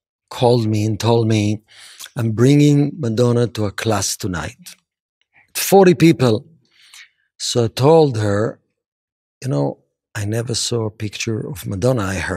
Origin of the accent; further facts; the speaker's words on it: Israel; I grew up in Israel in a non-religious family.